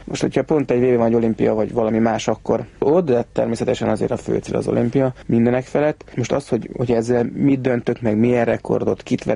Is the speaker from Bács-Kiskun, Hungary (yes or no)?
no; Budapest, Hungary; born there; Pesten születtem, ott is lakom